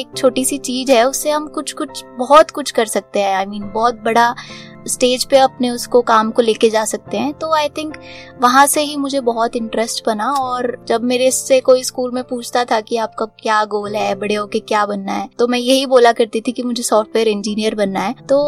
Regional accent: Ambala, Haryana, India; moved away as an adult; And मैं अंबाला से belong करती हूँ। मैंने स्कूलिंग अपनी अंबाला डीसी मॉडल स्कूल से की है

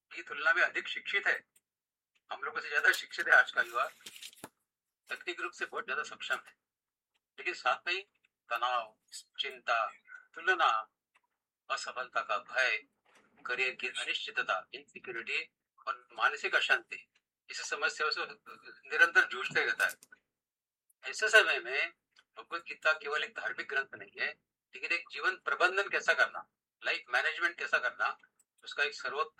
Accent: Indore, Madhya Pradesh, India; born there; moved away as an adult; also born or lived in Pune / Indonesia / Malaysia / Singapore; मेरा जन्म इंदौर में हुआ था

